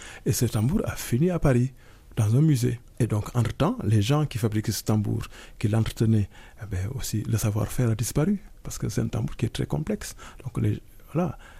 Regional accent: Senegal

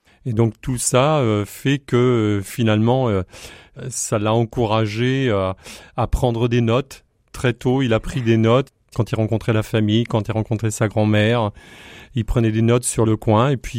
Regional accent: Saint-Côme-en-Vairais, Pays de la Loire, France; also born or lived in La Ferté-Bernard; mon pays natal, c'est Saint-Côme en Véret. Et je suis né à La Ferté-Bernard aussi en même temps, mais on est vraiment, toute ma famille, issue du Véret.

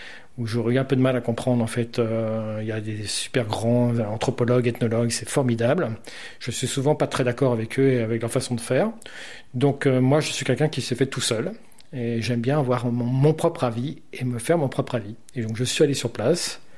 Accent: Concarneau, Brittany, France; Moi, je suis de Concarneau

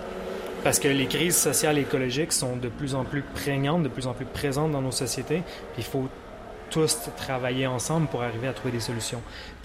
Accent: Canada; les Premières Nations de soi-disant Canada, là d'où je viens

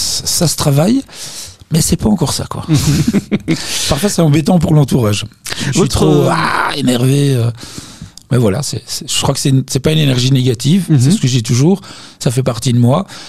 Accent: Belgium; Alors j'ai vécu mon enfance en Belgique, je suis né en Belgique, et j'ai vécu dans un village qui s'appelle L'Aube.

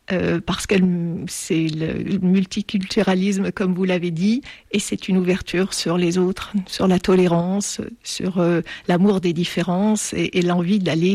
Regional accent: Algeria; moved away as an adult; also born or lived in Dijon; now in France; En Algérie, pendant 18 ans, avec un père algérien, une mère française, et je suis venue en France à l'âge de 18 ans pour suivre mes études à Dijon

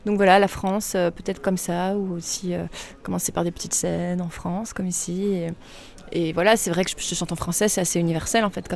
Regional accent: Brussels, Brussels-Capital Region, Belgium; also born or lived in Dinant; Je suis bruxelloise

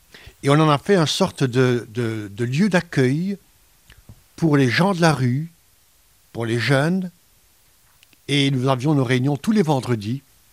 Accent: Liège, Wallonia, Belgium; J'ai grandi ici à Liège, en Belgique. Et nous avons ensemble commencé notre ministère en 1980. Donc j'ai 75 ans maintenant

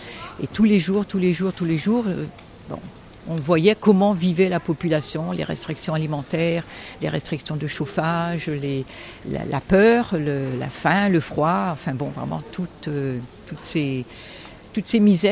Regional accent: Toulon, Provence-Alpes-Côte d'Azur, France; born there; Déjà parce que je suis née à Toulon, que l'histoire de Toulon est vraiment très riche.

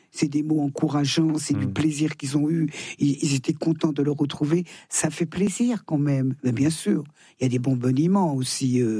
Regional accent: Thonon-les-Bains, Auvergne-Rhône-Alpes, France; Ah oui, je chante dans ma ville natale

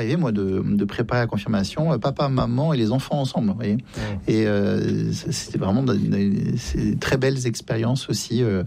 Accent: France

